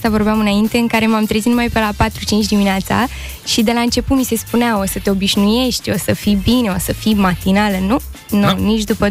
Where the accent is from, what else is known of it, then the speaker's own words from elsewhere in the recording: Iași, Iași County, Romania; sunt din Iași, am bunici la țară